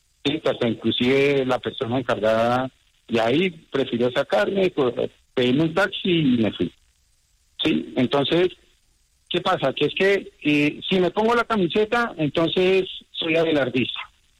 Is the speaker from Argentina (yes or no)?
no; Colombia